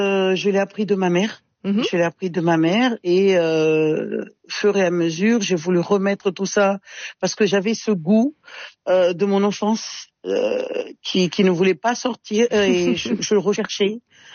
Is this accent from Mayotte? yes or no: yes; Mayotte; de riz padi, on appelle ça chez nous à Mayotte.